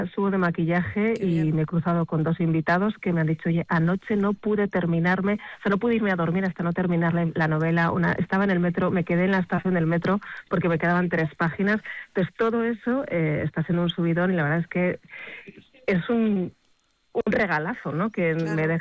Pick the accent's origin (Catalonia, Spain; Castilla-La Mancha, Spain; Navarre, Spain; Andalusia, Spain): Navarre, Spain; Pamplona; un homenaje a mi tierra, a Navarra, a mi ciudad, también Pamplona